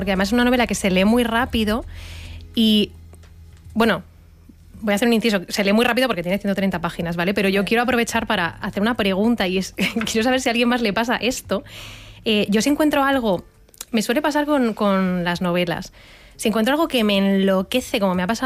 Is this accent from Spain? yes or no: yes; Madrid, Community of Madrid, Spain; tú, como madrileño, asocias las fiestas a irte fuera, a las fiestas de tu pueblo que están en otro sitio